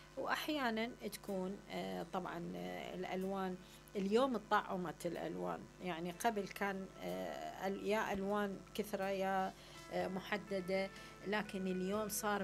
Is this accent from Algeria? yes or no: no; Iraq; accent: Iraqi; احنا نقول عليه البطوط بلهجتنا العراقية